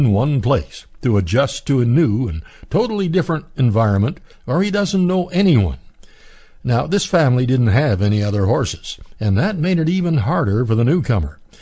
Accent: Alberta, Canada; born there; not far from my Uncle Art's farm, where I spent a lot of my growing-up days.

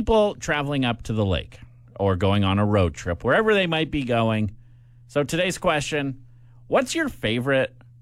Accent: Saskatoon, Saskatchewan, Canada; Growing up in Saskatoon, whenever we'd go to Regina for a Rough Riders game, we'd always stop

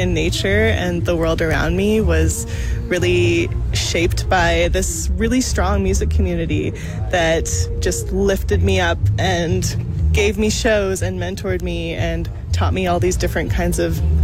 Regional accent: Yukon, Canada; Yukon was really the perfect place to grow up as a musician, as a creative, and just a curious child.

